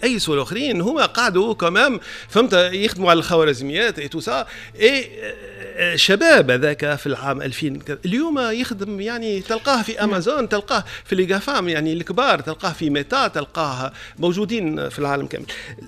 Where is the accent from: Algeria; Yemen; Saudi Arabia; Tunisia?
Tunisia; عندنا في تونس